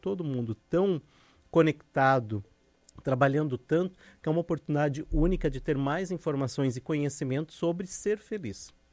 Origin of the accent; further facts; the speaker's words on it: Joinville, Santa Catarina, Brazil; como um bom joinvilense, um joinvilense raiz